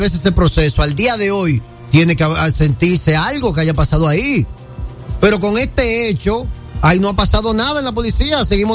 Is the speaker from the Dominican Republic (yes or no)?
yes; Dominican Republic; todos somos dominicanos